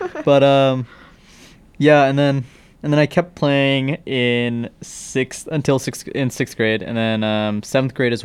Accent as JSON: {"language": "English", "region": "New York", "country": "United States", "tie": "born there", "also_born_or_lived": "Nepal / Kansas / California / Iowa", "lives_now": "Ohio, United States", "said": "Yeah, my moving history goes, I was born in New York, then Nepal, then Kansas, California, Iowa, baby. North Carolina, and now here in Ohio."}